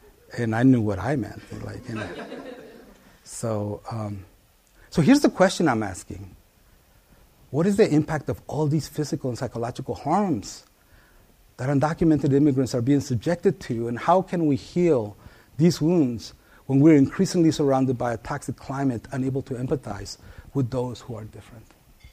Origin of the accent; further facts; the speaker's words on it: Oakland, California, United States; I grew up in East Oakland, 82nd Avenue, which is located right in the heart of East Oakland, Chernobyl, right there, right?